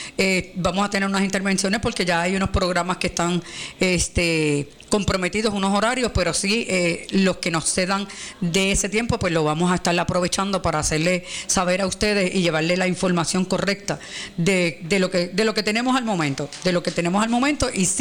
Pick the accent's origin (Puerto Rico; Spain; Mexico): Puerto Rico; tenemos que demostrar que somos puertorriqueños